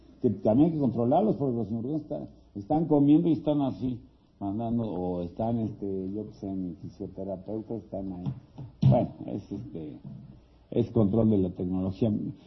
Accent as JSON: {"language": "Spanish", "country": "Mexico", "said": "Para mí, como mexicano, no hay mayor gozo o disfrute que representar tu país en algo, en lo que sea, ¿no?"}